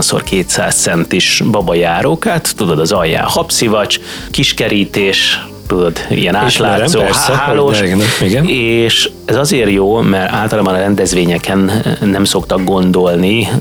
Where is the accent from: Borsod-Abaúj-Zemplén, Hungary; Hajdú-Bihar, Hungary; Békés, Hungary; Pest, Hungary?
Pest, Hungary; Cegléd; moved away as an adult; én is most már teljes mértékben itt lakom, egy ideje már. Minden héten visszajártam, de tavaly nyáron teljes mértékben ide visszaköltöztem szülővárosomba.